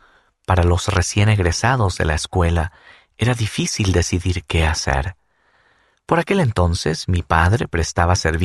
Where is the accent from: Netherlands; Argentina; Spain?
Netherlands; moved away; La idea me atraía, ya que mi tierra natal, los Países Bajos, es un país pequeño y sobrepoblado.